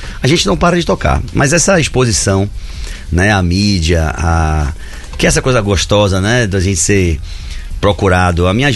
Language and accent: Portuguese; Salvador, Bahia, Brazil; porque eu sou de Salvador, eu sou um soteropolitano, né?